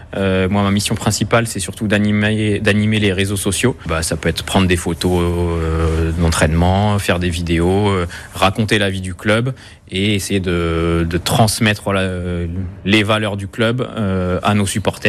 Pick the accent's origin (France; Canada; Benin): France; Joigny, Bourgogne-Franche-Comté; born there; moved away as an adult; also born or lived in Dijon / Paris / Monaco; Mes parents sont de la région à côté de Sens. Moi, je suis né à Joigny